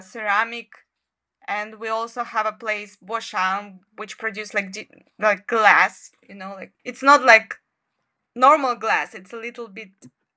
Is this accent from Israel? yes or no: no; Kazakhstan; English is a second language; But I'm from Kazakhstan. And I really like Shandong because there is, I can see the sea. Because in Kazakhstan, there is no sea.